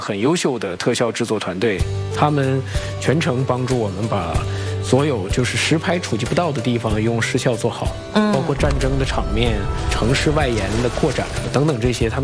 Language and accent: Chinese; China; 我们中国人